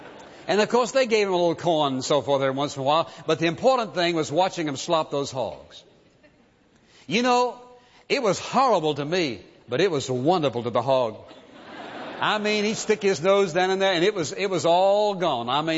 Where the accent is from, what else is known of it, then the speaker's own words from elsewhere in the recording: Virginia, United States; I grew up in Virginia, and my hometown where I lived was just always a mile or two out in the country to where the farms were.